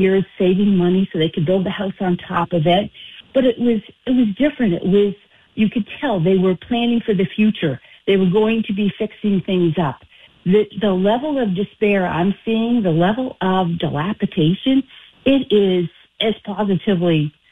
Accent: Maine, United States; now in Windham, United States; And I grew up in the Maine that is so different from now.

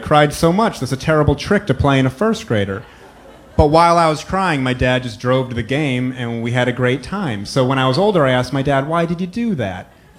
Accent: New Hampshire, United States; I grew up in New Hampshire, so we used to go to Fenway Park.

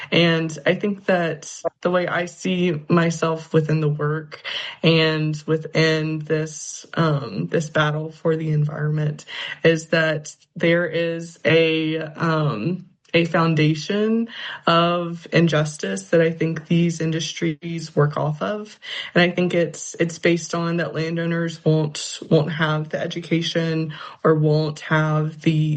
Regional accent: Washington County, Virginia, United States; I'm from Washington County and was raised by folks that were, impacted by the legacy of coal and definitely grew up around the decline of coal within Southwest Virginia

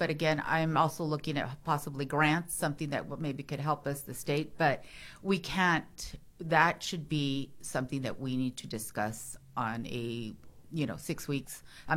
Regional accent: Bakersfield, California, United States; I'm from Rexland. We had a septic tank.

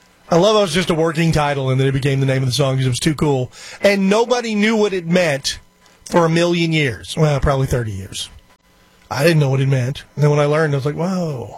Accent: United States; I'm American

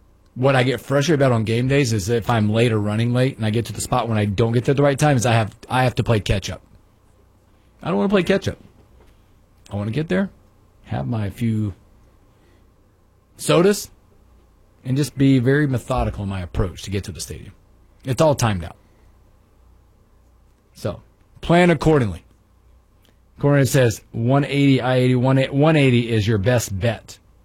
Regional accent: Charlotte, North Carolina, United States; I grew up in a big city. We grew up in Charlotte.

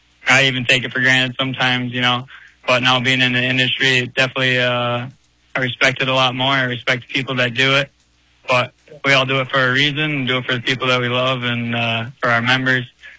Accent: Minnesota, United States; I'm from Rusher, Minnesota.

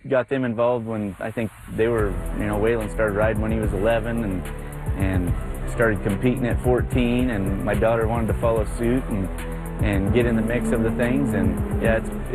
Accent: Lakeside, Arizona, United States; I'm from Lakeside, Arizona.

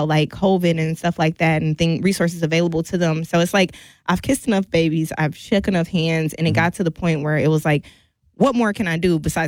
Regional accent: Milwaukee, Wisconsin, United States; I'm from Milwaukee. We here.

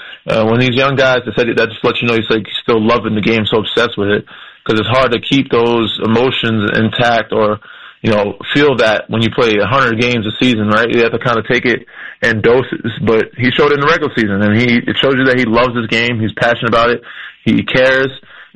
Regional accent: New York, United States; I grew up in New York

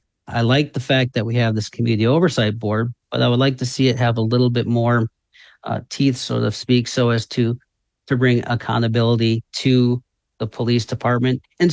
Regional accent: Michigan, United States; also born or lived in Marshall, Michigan / Kansas; now in Battle Creek, United States; I was born in Marshall, Michigan, 1971, raised in Emmett Township, went to Harper Creek Schools, 1990, graduated of Harper Creek

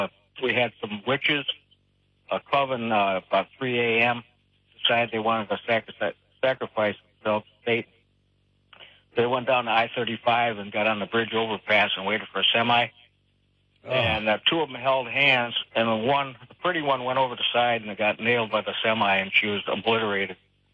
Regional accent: Wisconsin, United States; I worked for the Travis County Medical Examiner in Texas for a while. I'm originally from Wisconsin

